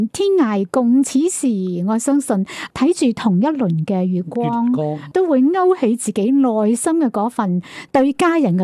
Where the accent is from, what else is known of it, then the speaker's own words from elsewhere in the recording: Guangdong, China; 我哋广东人啊嘛